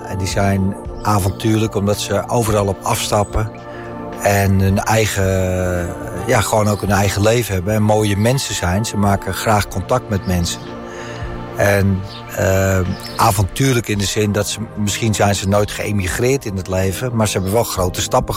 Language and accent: Dutch; Heemskerk, North Holland, Netherlands; moved away as an adult; now in Spain; Ik ben geboren in Heemskerk. Of ja, gewoond in Heemskerk voor lange tijd. En nu woon ik sinds 3 jaar in Spanje.